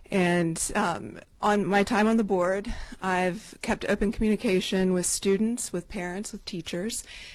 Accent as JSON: {"language": "English", "town": "Cumberland", "region": "Maryland", "country": "United States", "tie": "born or raised there", "said": "I was born and raised in Cumberland."}